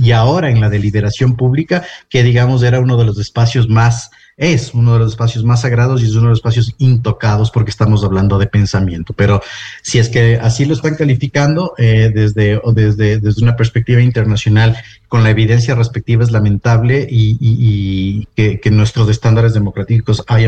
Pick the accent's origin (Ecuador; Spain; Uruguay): Ecuador; nosotros nos hemos habituado como ecuatorianos